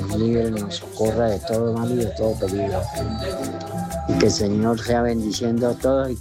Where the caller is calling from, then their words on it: Neiva, Huila, Colombia; Yo soy de Colombia, soy de Neiva. Vivo en Neiva. Vivo en la 52 con 19.